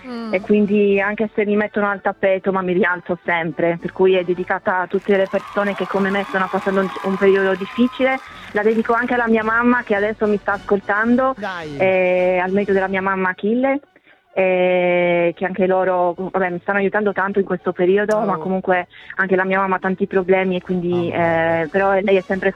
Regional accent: Sardinia, Italy; now in Glasgow, United Kingdom; No, in realtà io sono sarda e il mio sogno è di tornare in Sardegna.

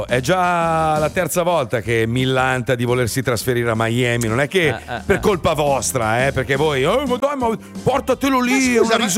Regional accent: Milan, Lombardy, Italy; Io sono milanese

